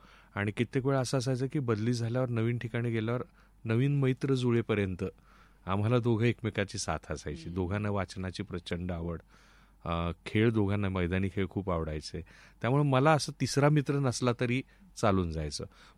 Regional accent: Satara, Maharashtra, India; also born or lived in Karjat / Kolhapur; कर्जत. आणि त्यानंतर मग पुढे कोल्हापूरला 2 वर्ष आणि मग परत पुन्हा साताऱ्याला. असं वेगवेगळ्या ठिकाणी माझं बालपण गेलं.

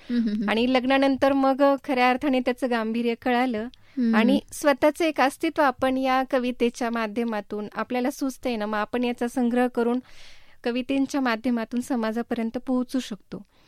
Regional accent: Beed, Maharashtra, India; moved away as an adult; now in Kharda, India; माझं बालपण बीडलाच गेलं. बीड माझं माहेर, माझ्या आई वडील ते बीड मध्येच राहतात.

